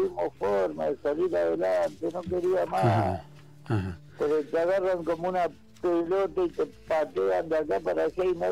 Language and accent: Spanish; La Matanza, Buenos Aires Province, Argentina; De La Matanza. De La Matanza, estoy entre Isidro Casanova y La Ferrer.